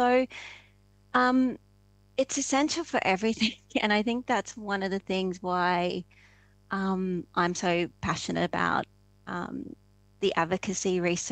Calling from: Tasmania, Australia; And I'm coming from Lutawita, Tasmania. So like Jared, down here on the island below, you know, south of Australia.

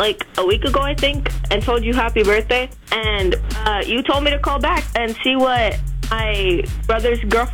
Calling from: Heber, California, United States; I'm calling from Heber, California.

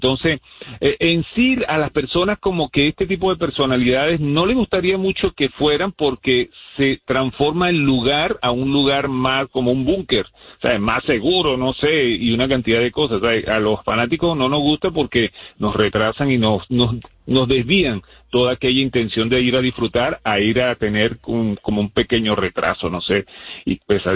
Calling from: Doral, Florida, United States; estoy cerca del Doral en este momento, escuchándolos ustedes.

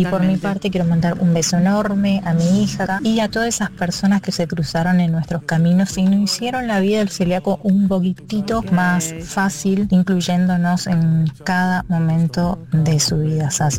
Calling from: San Miguel, Buenos Aires Province, Argentina; de San Miguel.

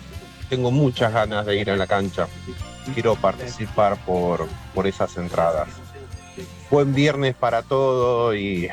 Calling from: Lomas, Buenos Aires, Argentina; de Loma yendo a trabajar por General Paz.

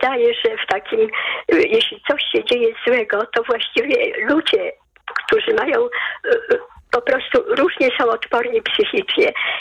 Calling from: Warsaw, Masovian Voivodeship, Poland; Ja dzwonię z Warszawy i na przykład poprzednio też kiedyś były jakieś alarmy. Tu mieszkam na Mokotowie, czyli to nie jest jakaś dzielnica taka podrzędna.

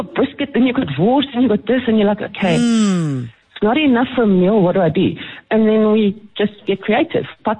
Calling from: Centurion, Gauteng, South Africa; I mean, I'm from Centurion.

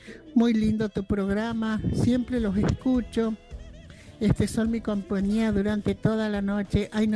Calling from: Canals, Córdoba, Argentina; desde Canals Córdoba.

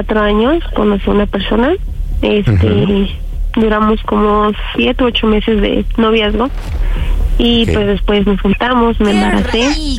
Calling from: Mexico City, Mexico; Tengo 35 años y soy de Iztapalapa.

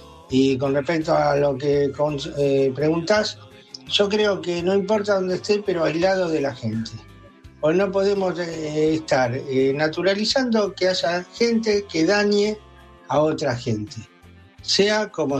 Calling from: Buenos Aires, Argentina; de Once está, los está saludando.

